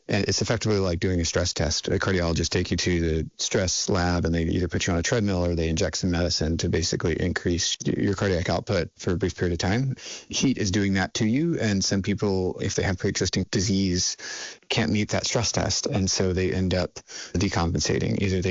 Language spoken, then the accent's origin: English; South Carolina, United States; born or raised there; now in Vermont, United States